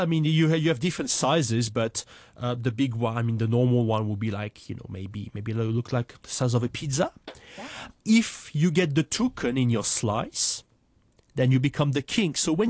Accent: France; Well, I'm originally from France, and we have what I would say is more or less an equivalent of mooncake.

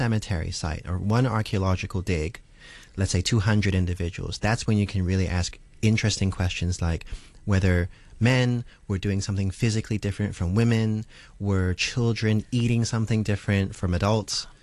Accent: Hong Kong; So growing up in Hong Kong was a huge influence on becoming who I am today.

